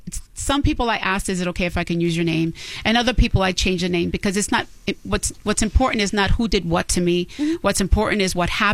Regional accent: Bronx, New York, United States; I had so much fun growing up in the Bronx.

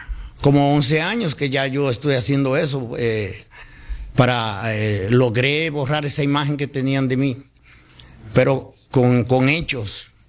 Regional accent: Cibao, Dominican Republic; yo soy cibaeño, yo sé lo que le gusta al cibaeño.

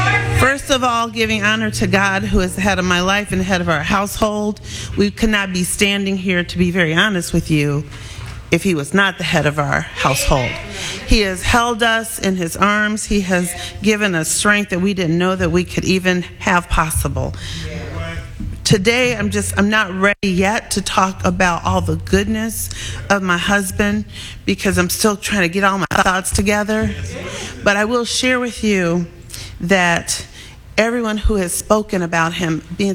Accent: Georgia, United States; now in Chicago, United States; I might say I'm from Georgia, because I am, and I love being from Georgia

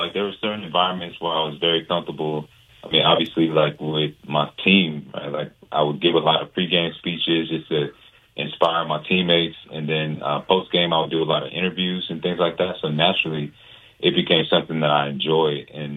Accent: Atlanta, Georgia, United States; also born or lived in Gwinnett County, Georgia; I was born in Atlanta, Georgia, but my parents are from Liberia, from West Africa. Came here in the early 80s

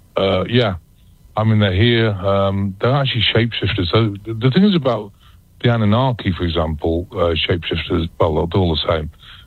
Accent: United Kingdom; accent: British; now in United States; Well, actually, I'm American. I became a citizen in 2017, but I've still got a British accent.

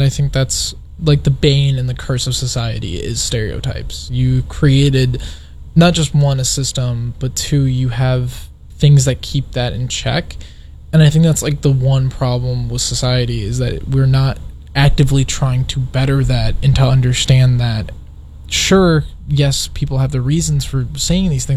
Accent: Wheaton, Illinois, United States; I grew up in Wheaton / Bensonville, Wooddale area. Wheaton is very copy and paste. You have the same four different people everywhere you look

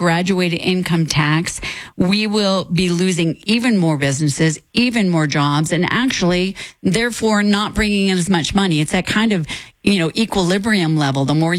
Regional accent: Colorado, United States; also born or lived in California; I lived in California for a little while, and I'm from Colorado

